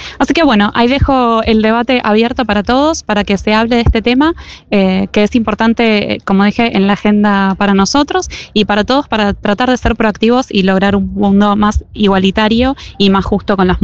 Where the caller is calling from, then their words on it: Oslo, Norway